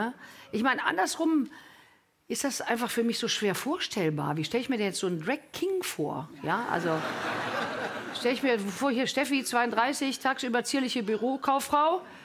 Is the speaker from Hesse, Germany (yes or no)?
no; Cologne, North Rhine-Westphalia, Germany; Ich komme aus Köln.